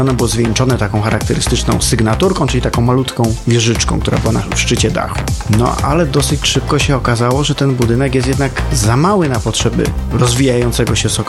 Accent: Kraków, Lesser Poland, Poland

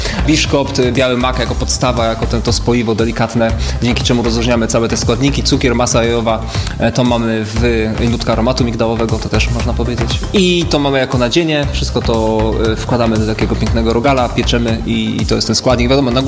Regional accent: Poznań, Greater Poland Voivodeship, Poland; my poznaniacy

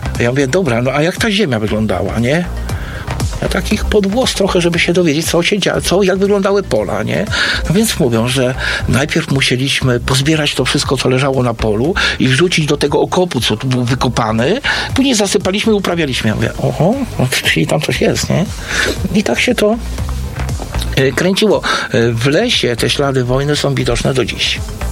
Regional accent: Drawsko County, West Pomeranian Voivodeship, Poland; ja w mojej rodzinie urodziłem się już tu. Moi bracia, moi rodzice pochodzą gdzieś z Polski, więc jak tu się urodziłem, no to już mnie interesowała historia regionu. Pochodzę z rodziny leśników, no więc deptałem po tym lesie od dzieciaka i mieszkałem w okolicach Wierzchowa Złocienieckiego

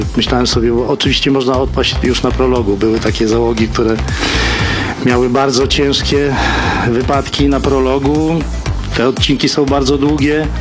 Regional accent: Białystok, Podlaskie Voivodeship, Poland; Białystok Podlaskie, jestem stąd

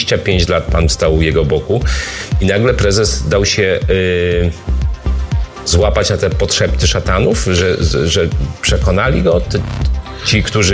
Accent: Sanok, Subcarpathian Voivodeship, Poland; born there; ja urodziłem się w Sanoku na Podkarpaciu

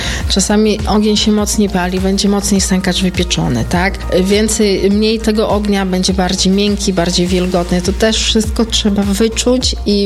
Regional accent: Studzianka, Lublin Voivodeship, Poland; mieszkam w Studziance od urodzenia i tutaj jest moje centrum życiowe.

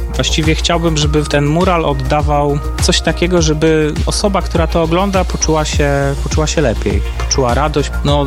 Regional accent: Konin, Greater Poland Voivodeship, Poland; No, jestem z Konina.

